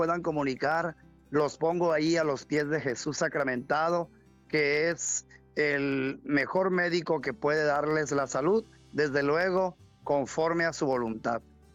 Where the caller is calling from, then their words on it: Paraíso, Tabasco, Mexico; Le estoy llamando desde Paraíso, Tabasco.